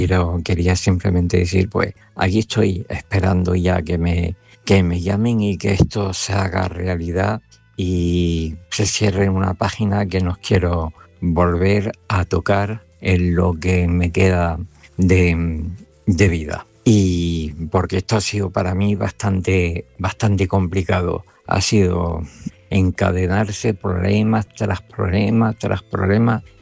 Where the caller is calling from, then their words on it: Grazalema, Andalusia, Spain; de Grazalema y te llamaba para saludarte tanto a ti como a la audiencia de la gran familia de A la Carta.